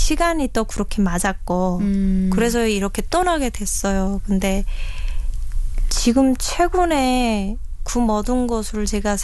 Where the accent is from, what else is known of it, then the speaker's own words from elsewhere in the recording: North Pyongan, North Korea; moved away as an adult; now in South Korea; 남한종착 7개월 차 평안북도에서 온